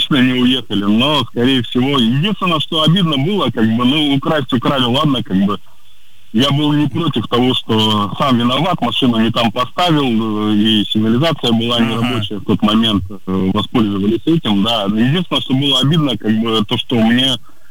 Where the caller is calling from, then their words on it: Novosibirsk, Novosibirsk Oblast, Russia; Из Новосибирска.